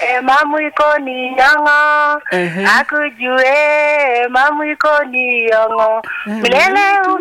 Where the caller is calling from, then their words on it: Laikipia County, Kenya; Ninatoka Laikipia.